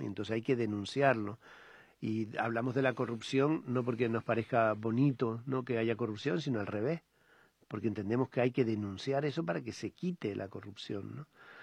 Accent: Canary Islands, Spain; moved away; Claro, yo soy de las Islas Canarias, hace ya mucho que salí de vivir allí de forma estable, ¿no?

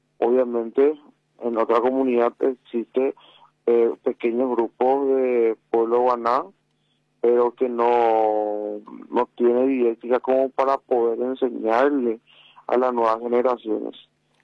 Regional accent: Chaco, Paraguay; born there; also born or lived in Río Apa community, Vallemí; now in Asunción, Paraguay; Somos oriundos del Chaco.

